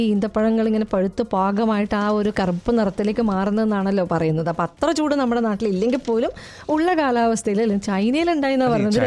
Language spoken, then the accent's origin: Malayalam; Kerala, India; കണ്ണൂർ ഒരു എയർപോർട്ട് വന്നപ്പോൾ ഞങ്ങൾ മലബാറുകാർ ഒരുപാട് സന്തോഷിച്ചിരുന്നു